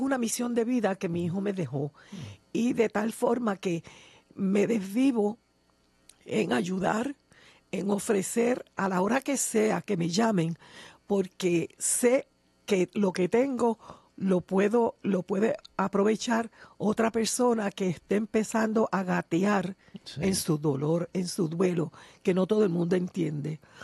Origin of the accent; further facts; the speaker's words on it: Puerto Rico; aquí pues somos puertorriqueños, hablamos el mismo idioma.